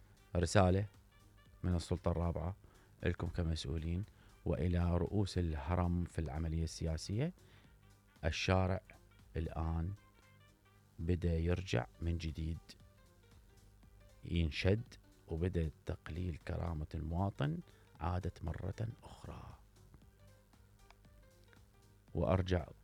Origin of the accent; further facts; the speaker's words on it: Iraq; أنا رجال عراقي ابن عائلة تعبان على نفسي وابن عشائر